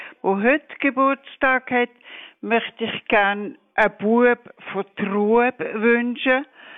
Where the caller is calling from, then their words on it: France; ich rufe aus Frankreich an.